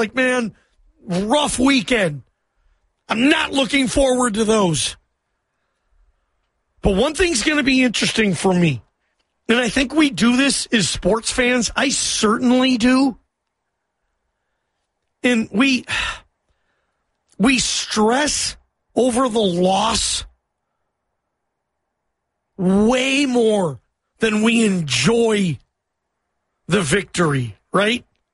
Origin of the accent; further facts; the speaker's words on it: Seattle, Washington, United States; also born or lived in Idaho; And grew up a huge Seattle Seahawk fan. I'm from Seattle.